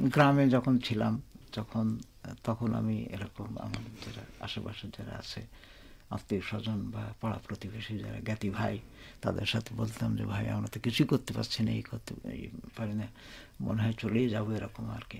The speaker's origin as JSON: {"language": "Bangla", "region": "Khulna Division", "country": "Bangladesh", "tie": "born or raised there", "said": "আমার বাড়িটা হলো মেন রোডে, মানে যেটা ঢাকা রোড বলে, আর এখন ওর নদীর ওর একটা নাম আছে দর্শনা মুজিবনগর রোড"}